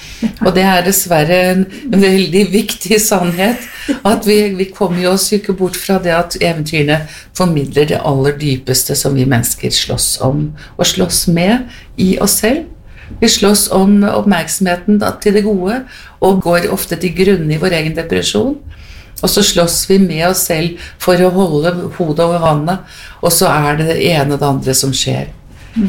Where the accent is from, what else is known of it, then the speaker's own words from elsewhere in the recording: Heggedal, Akershus, Norway; born there; fire- og femåring foran radioapparatet hjemme på Heggedal.